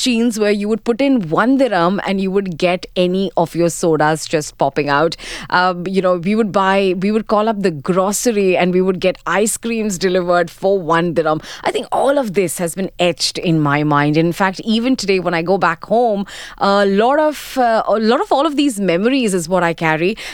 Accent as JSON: {"language": "English", "region": "Sharjah", "country": "United Arab Emirates", "tie": "born or raised there", "said": "I was actually born in the UAE. I was born in Al Qasmiyah Hospital."}